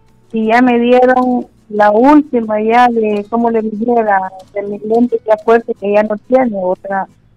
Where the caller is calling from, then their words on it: Ciudad Arce, La Libertad, El Salvador; Yo soy de aquí, de Ciudad Arce.